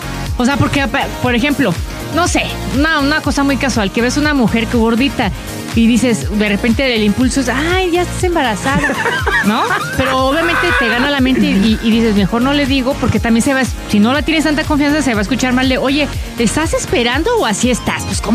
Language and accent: Spanish; Coahuila, Mexico; De Coahuila, de Monterrey.